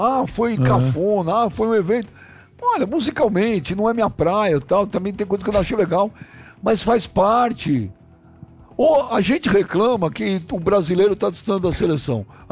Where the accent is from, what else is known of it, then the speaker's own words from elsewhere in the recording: Brazil; born there; Gente, eu nasci no Brasil, eu vou torcer pra quem, cara?